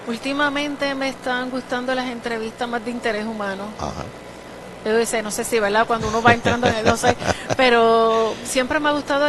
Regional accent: Lares, Puerto Rico; yo soy natural de Lares

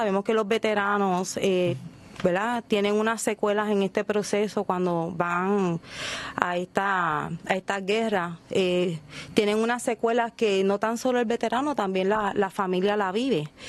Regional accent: Ponce, Puerto Rico; Pues soy de Ponce, de la urbanización Punto Oro

